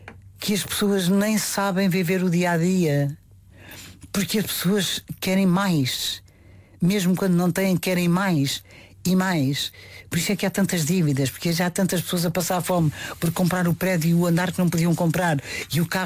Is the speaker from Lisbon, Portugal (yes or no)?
yes; Lisbon, Portugal; A minha infância foi passada nos Olivais.